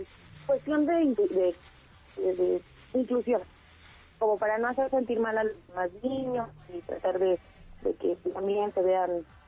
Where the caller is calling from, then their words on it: Nezahualcóyotl, State of Mexico, Mexico; De Nezahualcóyotl.